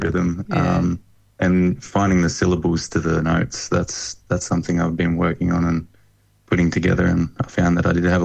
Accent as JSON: {"language": "English", "town": "Lakes Entrance", "region": "Victoria", "country": "Australia", "tie": "born or raised there", "said": "I grew up in Lakes Entrance on the edge of the world there in Victoria, on the beach in the country."}